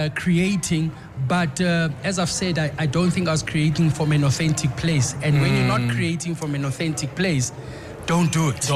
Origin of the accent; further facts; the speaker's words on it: South Africa; But one thing we did realize was we are in a South African context. And if we are going to resonate with our people, we've got to use those influences whilst resonating with the people.